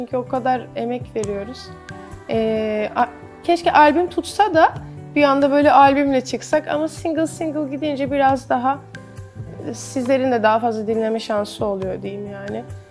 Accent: Ankara, Turkey; Ben Ankaralıyım ve bu yani Türkiye topraklarında büyüdüğüm için de içimde her eskiden biraz mevcut.

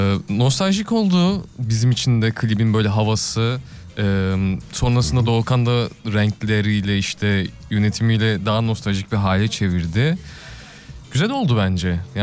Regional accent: Ankara, Turkey; Ben doğma büyüme Ankaralıyım

